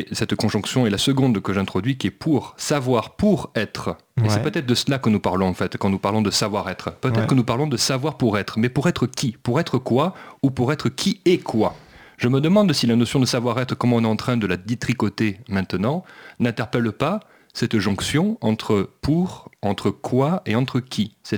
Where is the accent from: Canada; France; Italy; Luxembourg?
France; Southern France; accent: southern; oui, désolé, je viens du Sud, donc parfois ça revient tout seul, et parfois ça s'en va tout seul aussi.